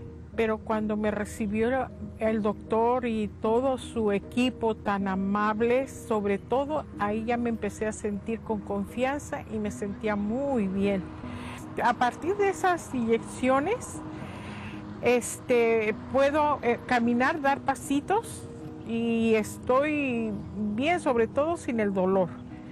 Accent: Mexico City, Mexico; Yo soy de la Ciudad de México.

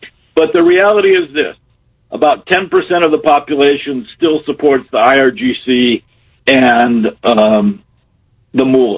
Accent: United States; I'm an American. But you know what? I'm a hybrid.

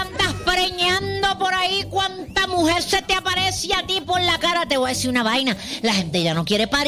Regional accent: Caribbean Region, Colombia; Somos costeños

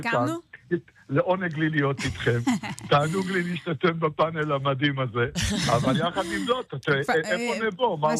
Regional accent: Lod, Central District, Israel; אני גדלתי בעיר מאוד מאוד ימנית, בלוד

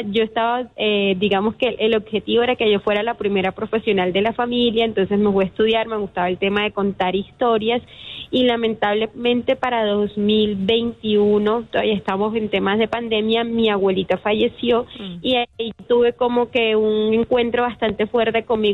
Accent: Colombia; las cosas más bellas que nos representan como colombianos, que es la gastronomía

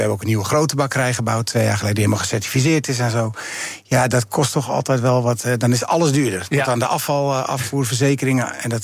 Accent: Amsterdam, North Holland, Netherlands; now in Brabant, Netherlands; Ik ben vanuit Amsterdam naar de hotelschool gegaan in Maastricht. En daar de Brabantse vrouwen leren kennen. Dus vanwege de liefde eigenlijk naar Brabant verhuisd.

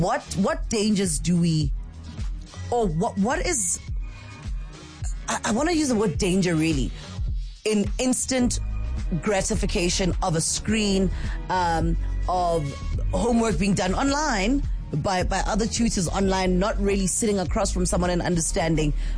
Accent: Soweto, Gauteng, South Africa; moved away; growing up in Soweto, there were libraries in every area.

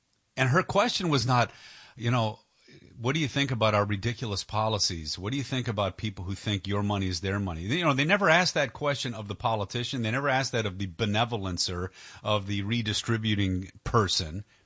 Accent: Detroit, Michigan, United States; moved away; also born or lived in New York; I grew up in Detroit

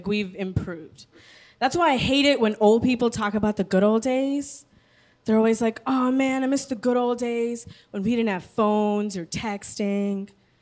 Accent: United States; There's a lot of violence going on right now in the country that I'm from. I am from America. From here.

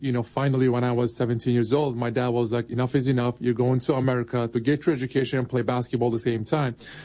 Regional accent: Turkey; also born or lived in Switzerland; now in United States; I'm born in Switzerland. I'm from Turkey. You know, growing up in Turkey was a very difficult childhood

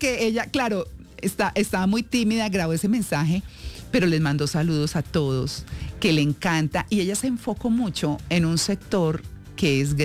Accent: Colombia; now in Charlotte, United States; ustedes saben que ando de visita feliz en mi país.

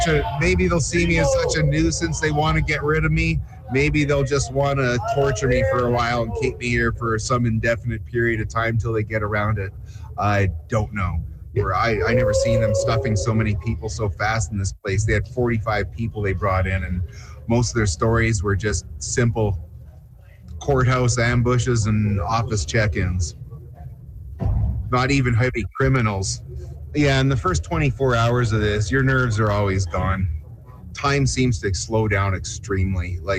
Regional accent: Canada; now in Ojai, United States

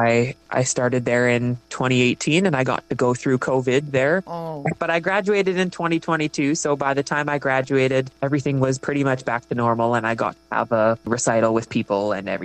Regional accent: Alberta, Canada; My wife is from Florida, and I'm from Alberta, so a long distance in between

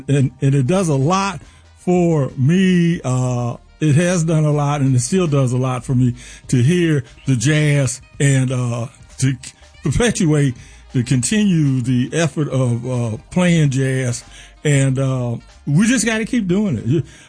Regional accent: Detroit, Michigan, United States; born there; now in Atlanta, United States; No, I wasn't born and raised here. I was born in the Motor City.

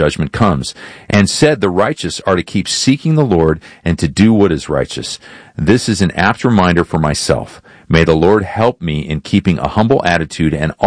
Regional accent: England, United Kingdom; I'm not gifted in language. I am English.

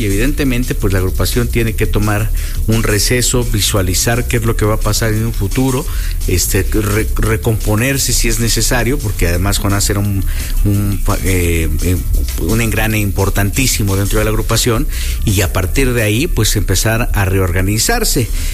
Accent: Mexico; felicidades a todos y a todos los que somos mexicanos, reivindiquemos, ¿no?

